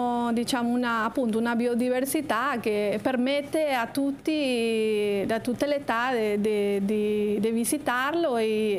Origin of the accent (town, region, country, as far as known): Ecuador; moved away